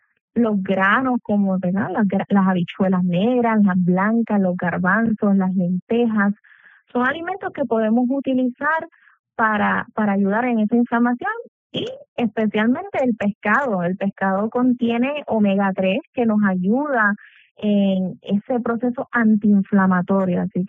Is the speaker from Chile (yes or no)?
no; Puerto Rico; Somos una población puertorriqueña carnívora